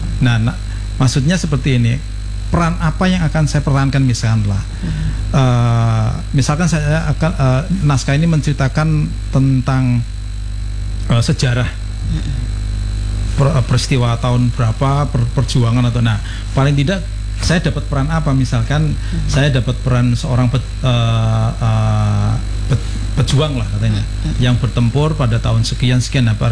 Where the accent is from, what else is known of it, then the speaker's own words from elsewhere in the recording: Java, Indonesia; accent: Javanese; Karena sudah jelas dari ngomongnya aja sudah kelihatan logatnya udah Jawa.